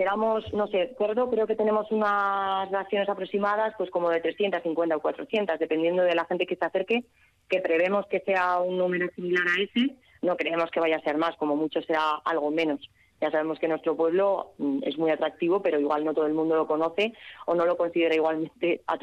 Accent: Labraza, Basque Country, Spain; Es mi pueblo

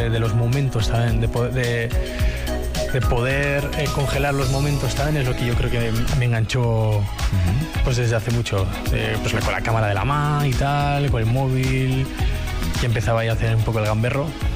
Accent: San Sebastián, Basque Country, Spain

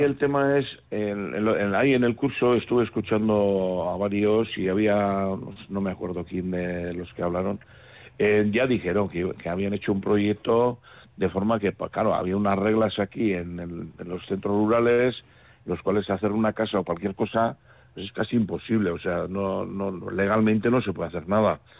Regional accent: Asteasu, Basque Country, Spain; y las 12 todos somos de Asteasu, nacidos y vamos, nos hemos crecido aquí, hemos hecho todo aquí.

